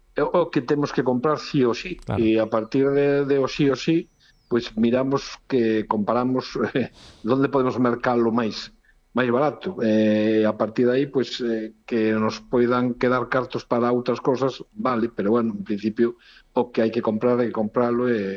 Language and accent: Galician; Lugo, Galicia, Spain; como no meu caso meu, que son de Lugo, e aquí temos o San Froilán